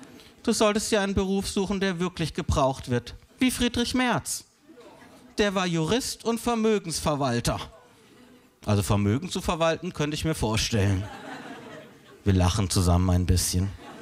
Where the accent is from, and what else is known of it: Freiburg, Baden-Württemberg, Germany; born or raised there; moved away